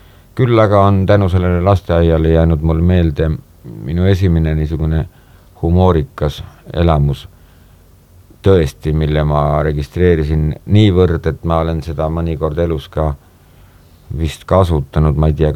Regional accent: Paide, Järva County, Estonia; hakkasin ma ikka mäletama asju oma lapsepõlves Paide linnas

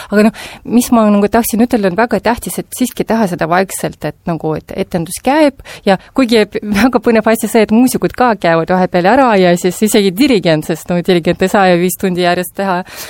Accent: Narva, Ida-Viru County, Estonia; born there; ma olen sündinud Narvas

